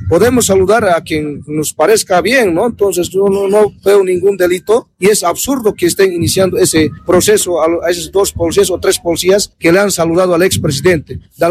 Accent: Bolivia; por eso somos bolivianos

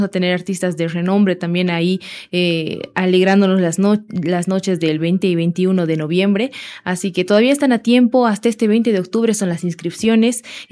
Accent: Bolivia; apoyar como bolivianos

